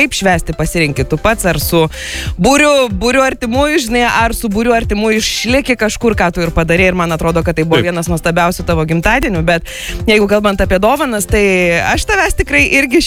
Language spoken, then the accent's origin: Lithuanian; Dzūkija, Lithuania; aš esu iš Dzūkijos